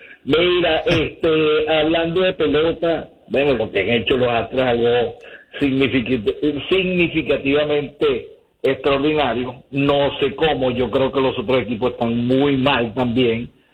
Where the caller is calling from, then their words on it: Houston, Texas, United States; de Houston.